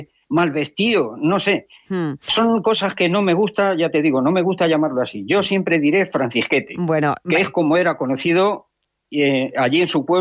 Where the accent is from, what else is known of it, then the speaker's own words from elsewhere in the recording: Villafranca, Spain; Y te voy a decir también, en concreto en mi pueblo, en Villafranca, hubo un suceso